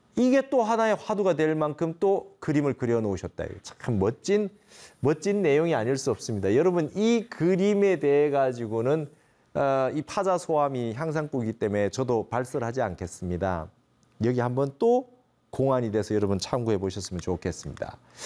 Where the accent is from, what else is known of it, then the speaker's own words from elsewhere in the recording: South Korea; 내가 한국인인 게 행복하다 이랬습니다.